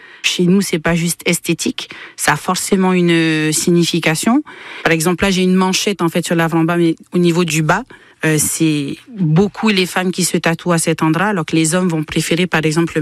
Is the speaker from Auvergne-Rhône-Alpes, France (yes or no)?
no; Montpellier, Occitanie, France; now in Poitiers, France; Je dois l'avouer, je viens de Montpellier. Alors j'ai fait mes études à Montpellier. Quand je suis arrivée à Poitiers, j'ai un peu pleuré.